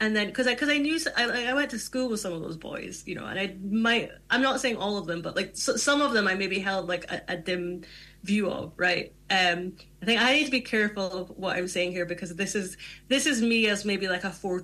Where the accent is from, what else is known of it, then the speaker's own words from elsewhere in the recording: Aberdeen, Scotland, United Kingdom; to be someone from Aberdeen. I think when I was growing up in Aberdeen, again, it's that thing of like, it's just omnipresent, it's everywhere, it's just normal.